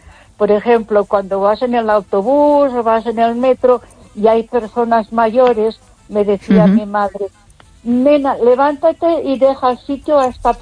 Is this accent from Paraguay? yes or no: no; Ponferrada, Castile and León, Spain